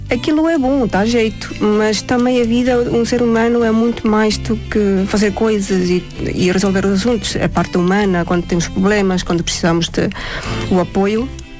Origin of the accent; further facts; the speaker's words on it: Estonia; Portuguese is a second language; now in Portugal; eu ainda sou da Estónia, não é? Tenho algumas partes de cultura ainda muito fortes em mim